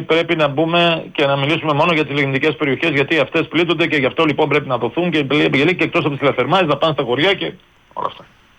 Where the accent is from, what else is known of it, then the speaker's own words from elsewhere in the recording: Pontokomi, Western Macedonia, Greece; εγώ προσωπικά είμαι από λιγνητική περιοχή, κατάγομαι από την Ποντοκόμη Κοζάνη